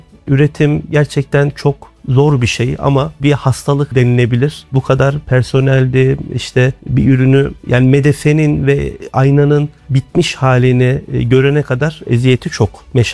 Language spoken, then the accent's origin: Turkish; Kayseri, Turkey; born there; Kayseri doğumluyum. 47 yaşındayım. 2 evladım var.